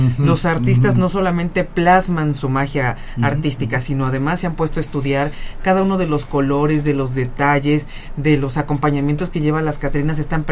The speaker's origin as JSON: {"language": "Spanish", "country": "Mexico", "said": "yo sé que todos somos mexicanos"}